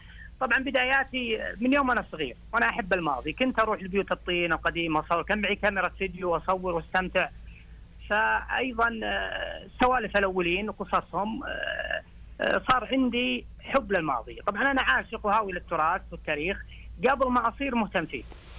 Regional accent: Al-Qassim, Saudi Arabia; accent: Qassimi; إني دامج اللهجتي القصيمية بسرد القصة. طبيعي إني أعتز بلهجتي وتكلمها

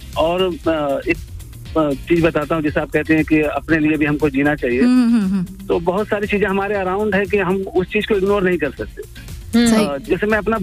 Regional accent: Azamgarh, Uttar Pradesh, India; हम लोग आजमगढ़ से हैं तो वो बड़ी पोएट्री प्लेस है, सारे लोग वहाँ के बड़े बड़े शायर जैसे कैफी साहब आए और सकीन साहब हैं

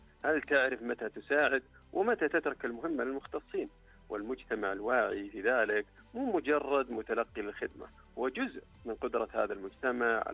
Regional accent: Saudi Arabia; وعندنا في المملكة العربية السعودية نموذج نشوفه كل عام في موسم الحج.

